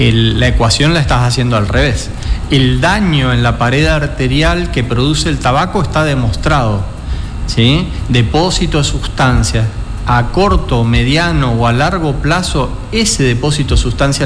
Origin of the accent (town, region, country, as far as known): Argentina